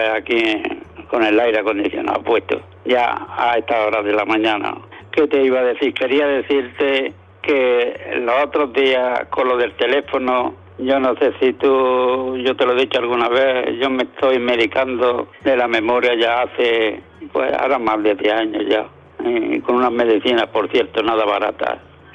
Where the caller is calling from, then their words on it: Almuñécar, Andalusia, Spain; de Almuñécar.